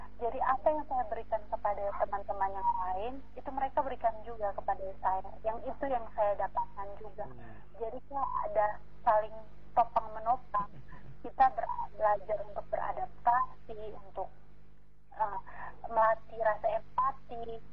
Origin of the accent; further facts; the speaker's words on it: East Nusa Tenggara, Indonesia; dari Unimor pun saya sendiri, dari NTT pun saya sendiri.